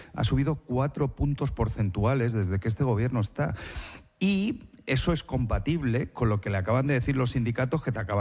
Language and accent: Spanish; Alcalá de Henares, Community of Madrid, Spain; Yo soy de Alcalá